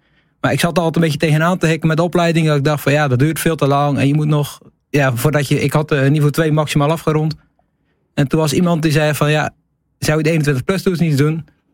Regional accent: Krabbendijke, Zeeland, Netherlands; Ik kom zelf uit Krabbedijk, ik ben 30 jaar oud.

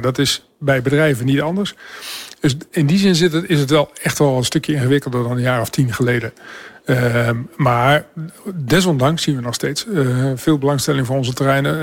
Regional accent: Eemshaven, Groningen, Netherlands; Daar kom ik vandaan.

